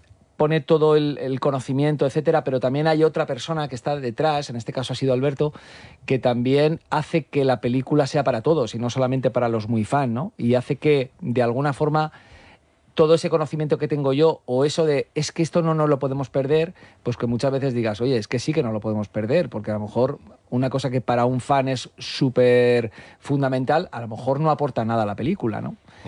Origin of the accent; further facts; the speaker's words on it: Alicante, Valencian Community, Spain; yo soy de Alicante, los descubrí en Alicante